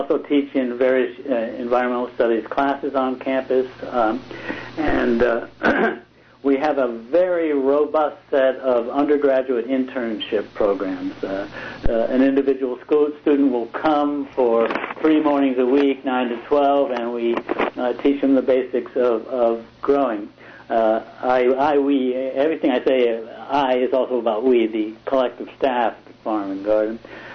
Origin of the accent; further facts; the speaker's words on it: Boston, Massachusetts, United States; now in Santa Cruz, United States; Yeah, I grew up in and around Boston area.